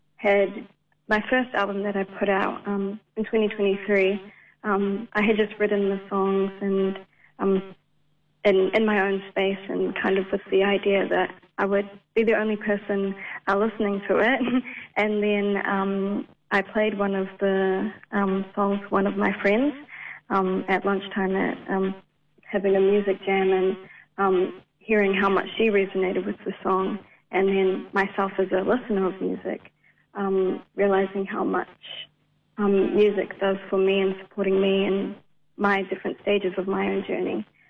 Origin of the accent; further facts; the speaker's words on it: New Zealand; as I reflect on my own experiences of being a Pacific Islander growing up in Aotearoa